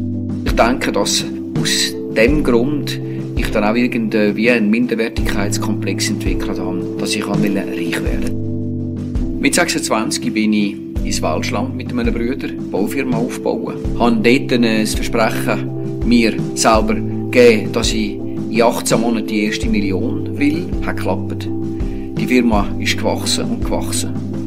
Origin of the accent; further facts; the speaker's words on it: Zurich, Switzerland; born there; moved away as an adult; also born or lived in Romandy; Ich bin 1947 in Steven am Zürichsee geboren, in einer Familie mit 5 Kindern. Ich habe 4 Brüder.